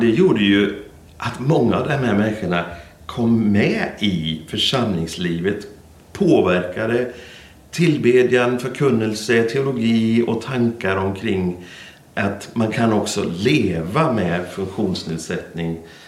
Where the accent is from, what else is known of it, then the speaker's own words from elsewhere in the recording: Stockholm, Stockholm County, Sweden; born there; also born or lived in Blekinge / Småland / Östergötland / Norway; now in Katrineholm, Sweden; jag är född i Stockholm och har bott i Blekinge, Småland, Östergötland. Och sen har jag haft 8 år i Norge